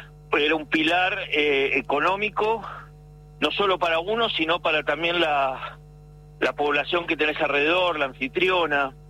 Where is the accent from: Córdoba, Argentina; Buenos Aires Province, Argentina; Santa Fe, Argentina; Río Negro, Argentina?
Río Negro, Argentina; Bariloche; moved away as an adult; also born or lived in Paraguay / Misiones, Argentina; now in Trevelin, Argentina; yo crecí criado en Bariloche. Tengo 67 años y a los 30 y pico me fui a Paraguay, prometiéndole a los patagónicos, a mis amigos, y que iba a volver.